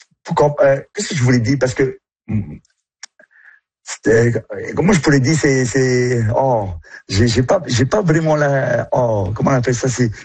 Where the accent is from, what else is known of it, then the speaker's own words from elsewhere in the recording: French Polynesia; Ben, chez nous, en Polynésie